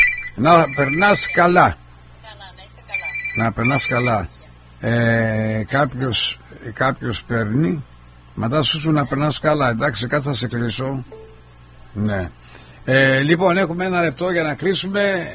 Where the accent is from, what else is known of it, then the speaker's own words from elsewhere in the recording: Argostoli, Ionian Islands, Greece; Εδώ με παίρνω από την Κεφαλονιά που είμαι από το Αργοστόλι